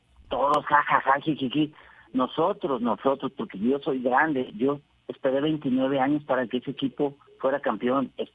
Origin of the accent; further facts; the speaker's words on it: Monterrey, Nuevo León, Mexico; yo soy de Monterrey, ¿va?